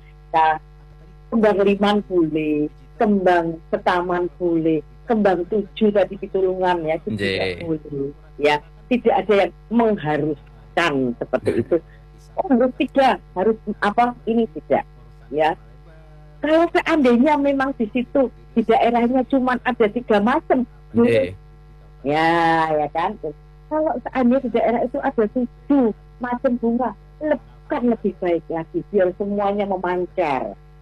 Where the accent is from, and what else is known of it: Java, Indonesia